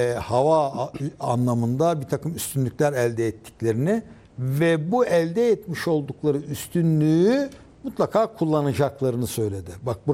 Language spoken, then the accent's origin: Turkish; Balıkesir, Turkey; Şimdi ben Balıkesirliyim. İşte Midilli, Ayvalık'ın hemen karşısındadır.